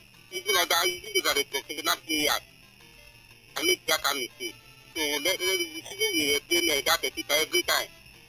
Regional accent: South Africa; I'm coming from South Africa.

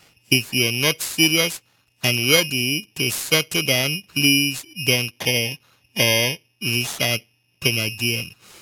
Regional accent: Akwa Ibom, Nigeria; from Akwa Ibom State, based here in Greater River State.

